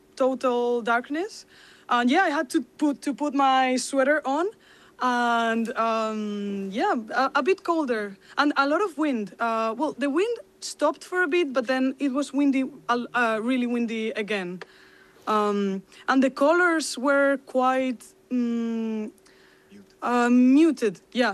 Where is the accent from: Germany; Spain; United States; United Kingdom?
Spain; Viveiro, Galicia; now in Ortigueira, Spain; Yeah, right now we are in Ortigueira, and I come from Viveiro, which is where my grandma was from.